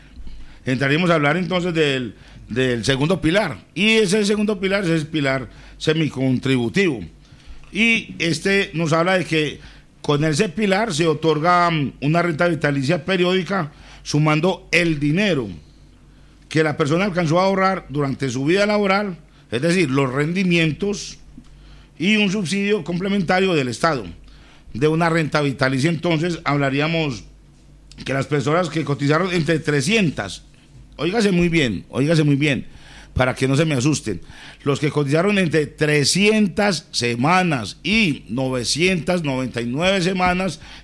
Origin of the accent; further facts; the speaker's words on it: Titiribí, Antioquia, Colombia; yo soy de un pueblo también, yo soy de Titiribí. soy montañerito también y quiero mucho mis campesinos.